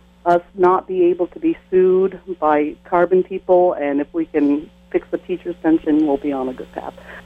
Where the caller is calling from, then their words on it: Burlington, Vermont, United States; I'm from Burlington.